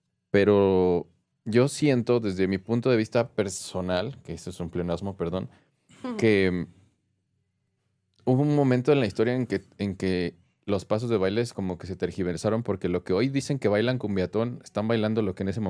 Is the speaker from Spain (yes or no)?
no; Pantitlán, Mexico City, Mexico; Yo soy de Panditlán